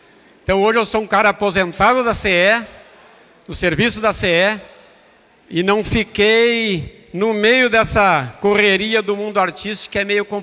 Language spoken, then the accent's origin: Portuguese; Rio Grande do Sul, Brazil; born there; now in Lagoa Bonita do Sul, Brazil; Eu nasci no fundo da grota ali do Butucaraí